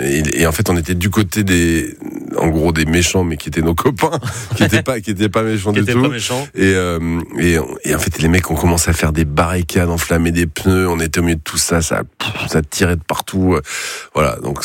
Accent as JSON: {"language": "French", "town": "Saint-Malo", "region": "Brittany", "country": "France", "tie": "born or raised there", "said": "j'ai grandi, je suis né en Bretagne, à Saint-Malo, voilà, j'ai passé ma vie sur l'eau."}